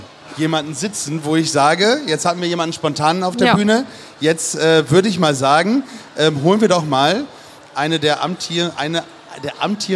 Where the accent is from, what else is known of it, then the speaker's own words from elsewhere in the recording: Northern Germany, Germany; moved away; Wir kommen ja von der Küste.